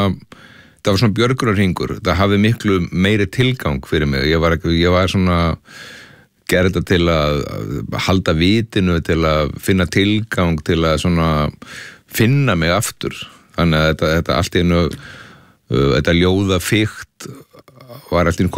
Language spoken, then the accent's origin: Icelandic; Ólafsvík, Western Region, Iceland; Já, ég bjó í Ólafsvík, ólst upp í Ólafsvík